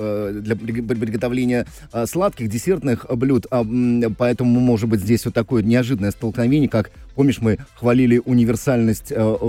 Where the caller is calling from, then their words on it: Novosibirsk Oblast, Russia; Я из Новосибирской области. Замариновали 90 банок опят.